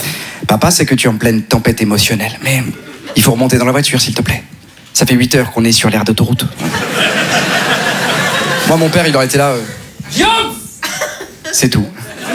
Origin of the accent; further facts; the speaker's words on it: Neuilly, Île-de-France, France; Alors moi, je suis une caricature, parce que non seulement j'ai grandi à Neuilly, mais en plus dans une famille nombreuse.